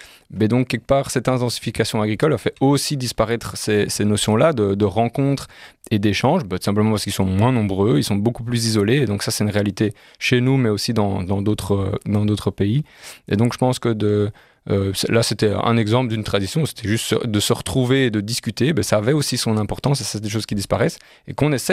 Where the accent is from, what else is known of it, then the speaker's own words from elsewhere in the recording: Brussels, Brussels-Capital Region, Belgium; moi je suis issu de Bruxelles